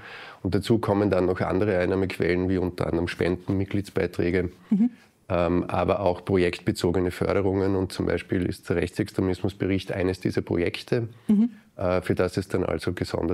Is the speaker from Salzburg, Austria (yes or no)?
yes; Salzburg, Austria; Ich bin im Lungau aufgewachsen, in einem LehrerInnenhaushalt, wo Zeitgeschichte ein sehr präsentes Feld war